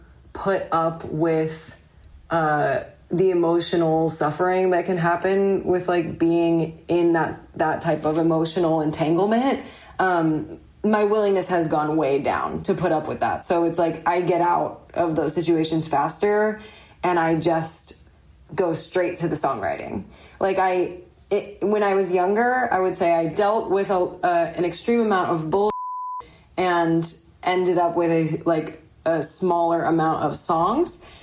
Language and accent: English; Chicago, Illinois, United States; For me, I am from Chicago, so there's always a little bit of something about